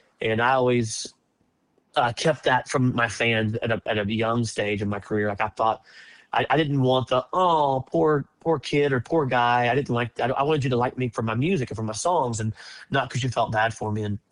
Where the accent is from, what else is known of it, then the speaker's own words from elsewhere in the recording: Leander, Texas, United States; I grew up in Leander, just, you know, east of you guys, so not far from y'all, and went to Leander High School just like my parents did